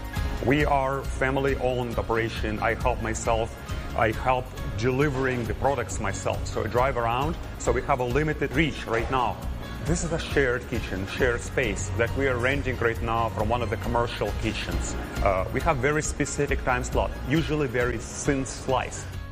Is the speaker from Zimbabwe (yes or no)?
no; Ukraine; now in United States; I'm from Ukraine, and so being part of the community, even though I spent most of my life, I lived most of my life in the United States, I went to school over here, but for me, Ukraine is still part of where I was born.